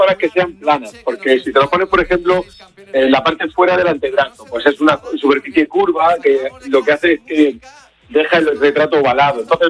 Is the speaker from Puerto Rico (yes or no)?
no; Andalusia, Spain; Yo ahora me volví a mi tierra natal, que estoy en Almería, pero voy a Madrid mucho.